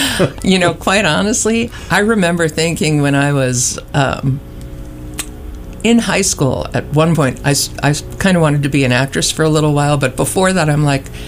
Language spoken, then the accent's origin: English; Syosset, New York, United States; also born or lived in Woodbury; I grew up on Long Island in Syosset and Woodbury.